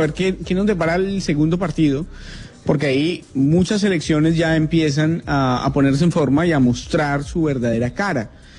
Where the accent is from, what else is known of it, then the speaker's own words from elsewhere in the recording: Colombia; preguntarle a algunos entrenadores que están en mi país, en Colombia